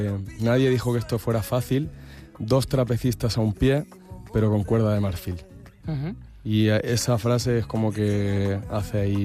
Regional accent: Barcelona, Catalonia, Spain; moved away as an adult; now in Palma, Spain; Ja a Barcelona sempre sortir a la muntanya quasi diàriament, perquè el meu poble connecta amb la muntanya

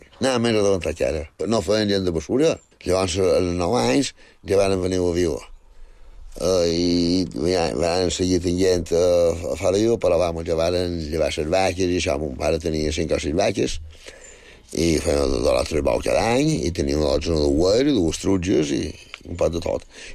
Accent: Balearic Islands, Spain; born there; Bueno, vaig néixer fa jo, a Sant Triau, en el barri de Sant Maixida. Això està ara anant cap a Campos

